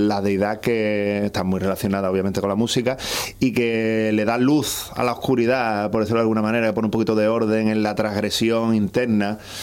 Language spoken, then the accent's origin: Spanish; Cádiz, Andalusia, Spain; soy gaditano.